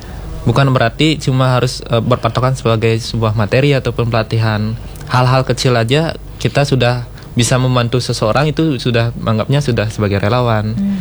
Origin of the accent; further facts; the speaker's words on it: Tabanan, Bali, Indonesia; Saya kebetulan dari Tabanan itu memang ekspektasinya agak berbeda ya, dibilangnya. Karena dari Tabanan dulu waktu SMP memang saya ngerasa itu PMI itu agak gimana bilangnya